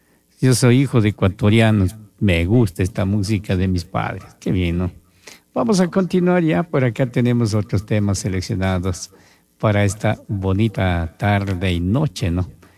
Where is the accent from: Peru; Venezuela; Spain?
Peru; Siendo peruano, tengo que admitir que la música ecuatoriana es una de las mejores del mundo.